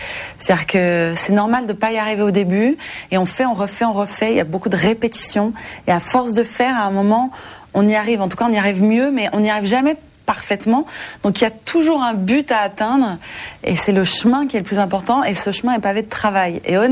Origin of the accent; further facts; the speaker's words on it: Paris, Île-de-France, France; Oui, je suis née à Paris.